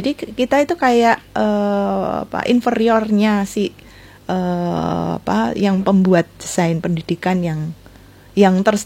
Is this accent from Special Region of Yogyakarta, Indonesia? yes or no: yes; Special Region of Yogyakarta, Indonesia; kita orang Jogja